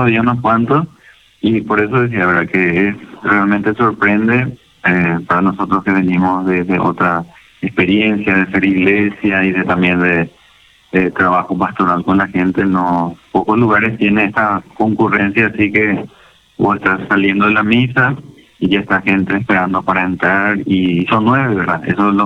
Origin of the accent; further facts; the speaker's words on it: Carmen del Paraná, Itapúa, Paraguay; moved away as an adult; now in Asunción, Paraguay; yo soy de Carmen del Paraná, Itapúa, pero soy misionero redentorista.